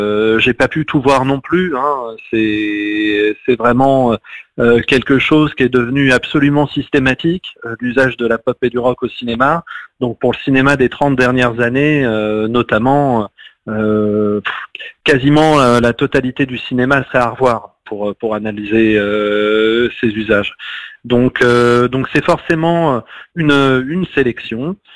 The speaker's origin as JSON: {"language": "French", "country": "France", "said": "qu'en tant que Français"}